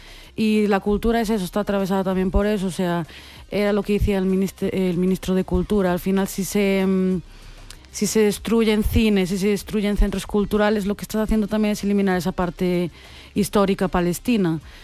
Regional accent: Santiago de Compostela, Galicia, Spain; born there; soy palestina y soy hija de migrantes y nací en Santiago de Compostela, mi familia está en Turquía

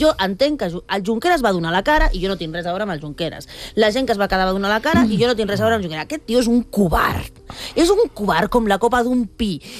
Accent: Catalonia, Spain; com a catalana

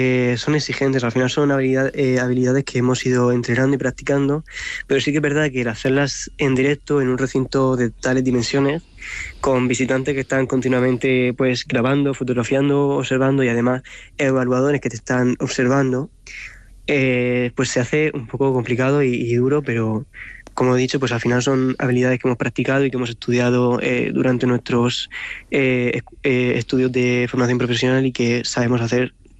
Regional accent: Murcia, Region of Murcia, Spain; Yo soy de Murcia capital

